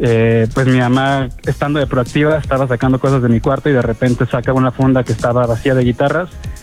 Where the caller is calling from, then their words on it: Mexico City, Mexico; De aquí, de Ciudad de México.